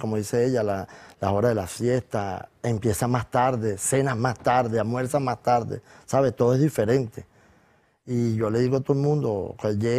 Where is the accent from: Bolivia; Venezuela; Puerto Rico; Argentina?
Venezuela; moved away as an adult; now in Alcorcón, Spain